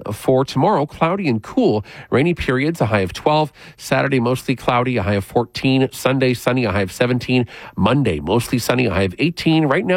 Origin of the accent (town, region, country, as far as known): Thunder Bay, Ontario, Canada; born or raised there; now in Vancouver, Canada